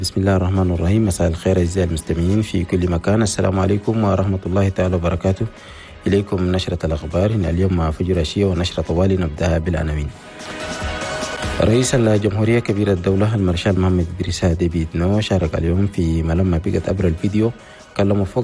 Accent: Chad; في بلدنا تشاد

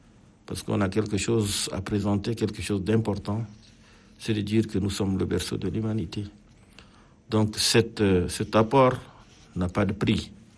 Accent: Chad; moved away as an adult; je venais du Tchad

